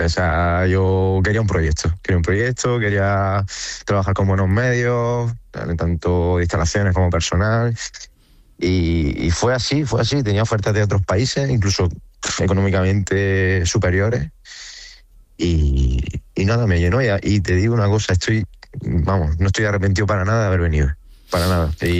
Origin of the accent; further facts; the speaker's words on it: Spain; Hay cinco, somos 5 españoles en el cuerpo técnico también